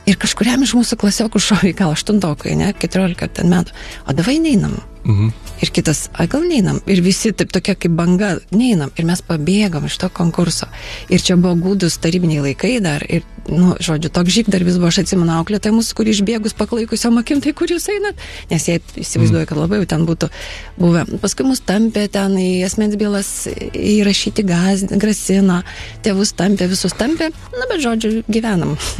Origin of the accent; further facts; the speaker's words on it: Vilnius, Vilnius County, Lithuania; also born or lived in Elektrėnai / Italy; gimiau Vilniuje, teko laimė gimti ir žakti Vilniuje